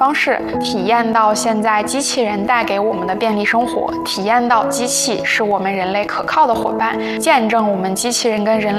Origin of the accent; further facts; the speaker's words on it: Ordos, Inner Mongolia, China; moved away; 我的家乡鄂尔多斯暖城